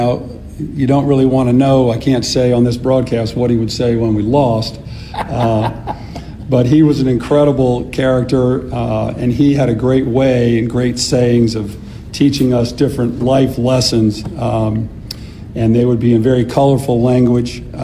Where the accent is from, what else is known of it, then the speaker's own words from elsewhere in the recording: Rye, New York, United States; I grew up in Rye, New York.